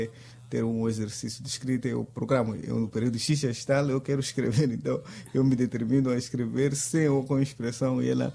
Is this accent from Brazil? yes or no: no; Quelimane, Zambezia, Mozambique; mas estou a falar do Rio dos Bons Sinais, ainda volto a falar da minha cidade